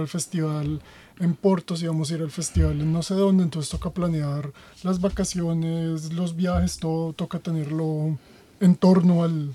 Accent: Colombia; moved away as an adult; now in Germany; Yo soy colombiano, terminé siendo profesor de un baile brasilero en Alemania.

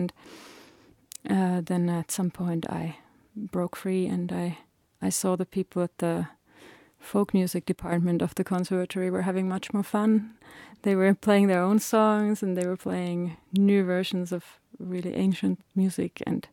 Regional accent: Finland; now in Denmark; I'm from Finland originally and I live in Denmark.

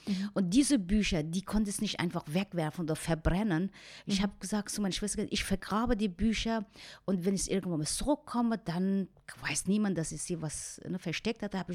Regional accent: Mashhad, Razavi Khorasan, Iran; moved away as an adult; Dann bin ich von Mashhad nach Teheran geflohen.

